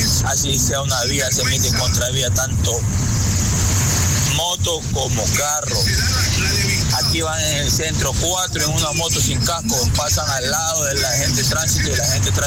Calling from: Guayaquil, Guayas, Ecuador; aquí en Guayaquil

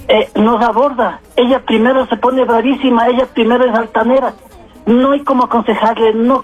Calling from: Quito, Pichincha, Ecuador; Yo vivo en Calderón

